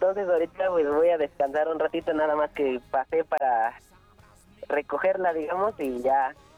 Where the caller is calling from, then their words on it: Nezahualcóyotl, State of Mexico, Mexico; ahorita estoy aquí en la FES Aragón de Nezahualcóyotl.